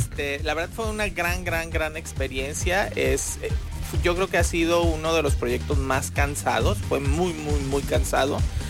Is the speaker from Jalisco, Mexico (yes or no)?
no; San Vicente, Nayarit, Mexico; Ay, San Vicente Nayarit también, mi pueblo querido.